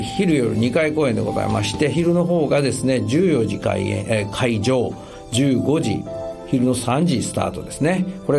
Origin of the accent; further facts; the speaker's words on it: Kansai, Japan; accent: Kansai; この関西弁で喋ってたらあれなんですけど